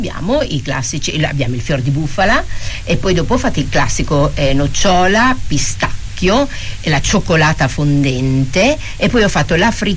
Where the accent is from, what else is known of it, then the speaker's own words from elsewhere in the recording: Bologna, Emilia-Romagna, Italy; born there; perché io sono nata a Birra Bologna. Nella zona prima dell'aeroporto.